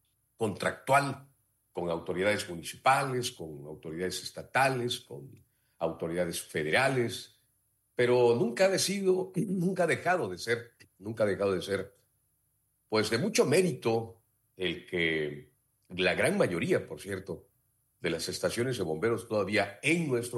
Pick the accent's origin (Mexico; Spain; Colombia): Mexico